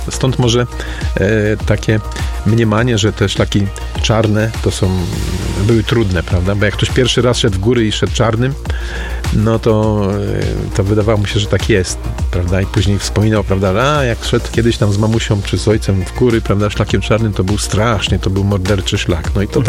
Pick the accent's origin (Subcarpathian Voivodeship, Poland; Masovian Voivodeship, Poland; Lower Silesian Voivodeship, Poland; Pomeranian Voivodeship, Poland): Lower Silesian Voivodeship, Poland; u nas w Karkonoszach